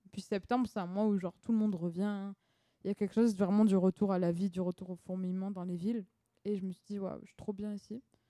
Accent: Toulouse, Occitanie, France; Mais en fait, justement, j'étais partie de Toulouse pour un moment pour faire mes études et ça me manquait.

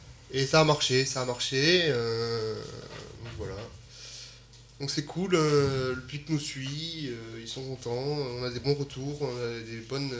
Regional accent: Toulouse, Occitanie, France; moi, je suis de Toulouse, originaire d'ici, hein, Occitanie.

